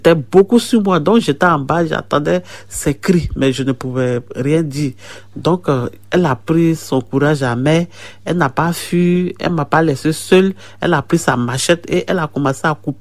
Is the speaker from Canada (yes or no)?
no; Côte d’Ivoire; moved away; Je viens de la Côte d'Ivoire. J'ai 39 ans.